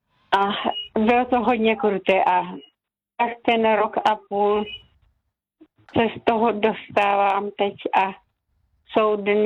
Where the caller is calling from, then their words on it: Znojmo, South Moravian Region, Czechia; A jsem posluchačka ze Znojma z penzionu u Kauflandu.